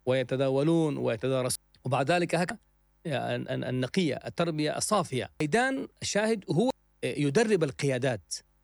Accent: Afghanistan; أنا كمواطن أفغاني بعقل البشري الصغير كنت أقول لماذا أنتم لا تجلسوا مع الحكومة؟

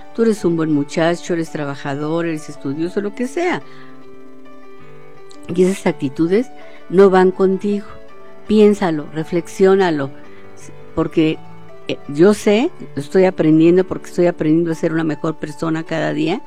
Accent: Mexico; volvamos a estar unidos como lo que somos, mexicanos.

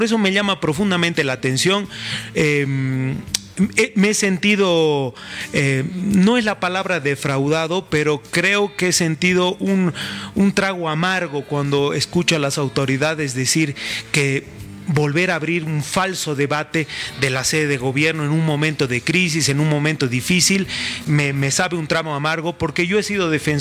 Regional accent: La Paz, Bolivia; lo que somos los paceños

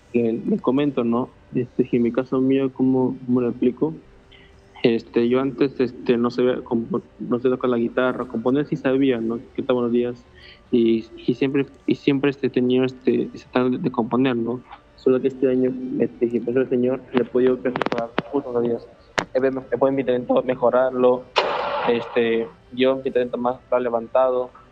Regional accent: Lima, Peru; de Lima, Perú. Soy un músico compositor, ¿no? De música, cristiana.

